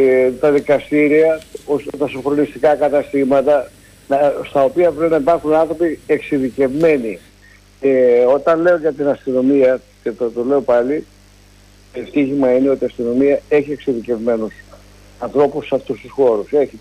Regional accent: Karditsa, Thessaly, Greece; στην πατρίδα μου, στην Καρδίτσα

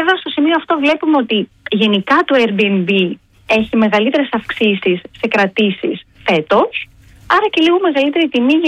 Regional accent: Central Greece, Greece; και είμαι από τη Φωκίδα

